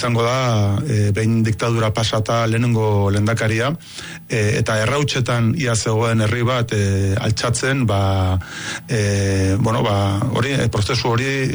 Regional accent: Beasain, Basque Country, Spain; born there; nik Beasainen eta Goierren eta horrela bizitzen nuen

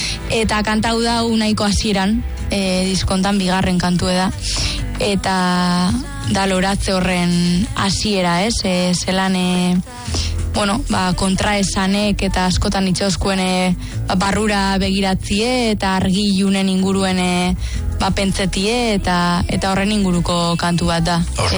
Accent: Aramaio, Basque Country, Spain; nire herriko abes batzan … txikitatik.

